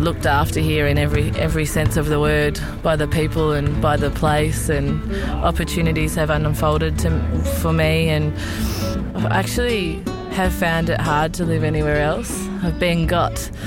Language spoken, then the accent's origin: English; Melbourne, Victoria, Australia; born there; moved away as an adult; now in Alice Springs, Australia; I was born in Melbourne and I consider myself to be a Centralian woman now. Feel very home here.